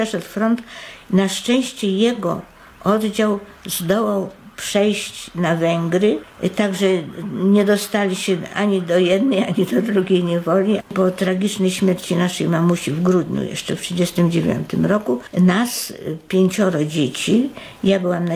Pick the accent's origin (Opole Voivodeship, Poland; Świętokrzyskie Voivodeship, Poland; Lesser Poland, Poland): Lesser Poland, Poland; Kraków; born there; also born or lived in Balatonboglár, Hungary; Urodziłam się w Krakowie 4 stycznia 1929 roku.